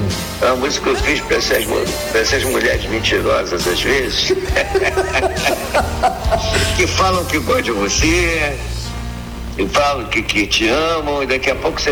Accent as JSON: {"language": "Portuguese", "town": "Niterói", "region": "Rio de Janeiro", "country": "Brazil", "said": "Sou de Niterói."}